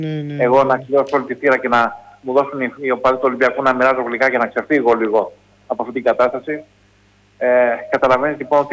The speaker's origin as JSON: {"language": "Greek", "town": "Piraeus", "region": "Attica", "country": "Greece", "tie": "born or raised there", "said": "κάτι που με χαροποίησε γιατί εγώ γεννήθηκα στην Καστέλα, είμαι από εκεί δηλαδή."}